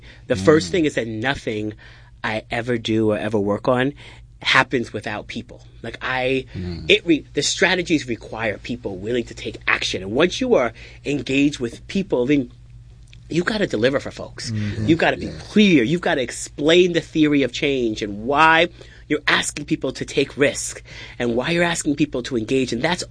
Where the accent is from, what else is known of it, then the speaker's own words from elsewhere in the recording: Eastern Long Island, New York, United States; growing up on Eastern Long Island, it's different than growing up in a city.